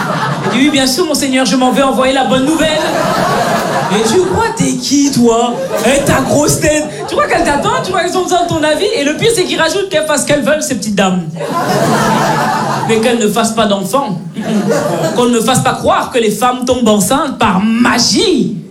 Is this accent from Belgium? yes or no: yes; Belgium; born or raised there